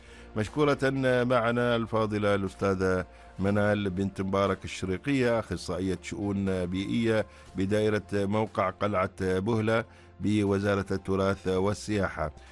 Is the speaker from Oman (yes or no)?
yes; Oman; إحنا كعمانيين